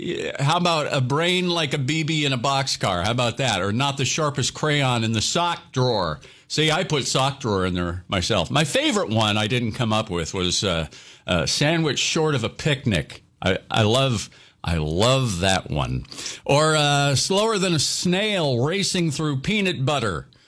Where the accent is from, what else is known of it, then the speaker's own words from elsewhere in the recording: Fargo, North Dakota, United States; moved away; I come from Fargo, you know, and that's how we talk up there in Fargo all the time.